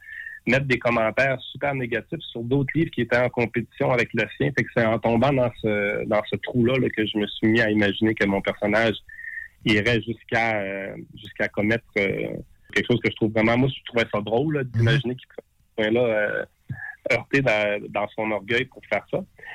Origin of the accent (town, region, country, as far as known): Saguenay, Quebec, Canada; born there